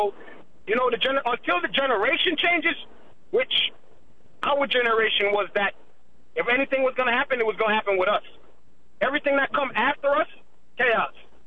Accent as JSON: {"language": "English", "town": "New York City", "region": "New York", "country": "United States", "tie": "born or raised there", "said": "I grew up in the Bronx."}